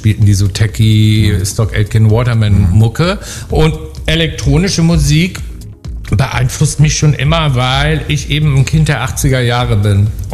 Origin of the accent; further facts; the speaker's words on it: Germany; moved away as an adult; also born or lived in London; ich bin in der Nähe von Hamburg aufgewachsen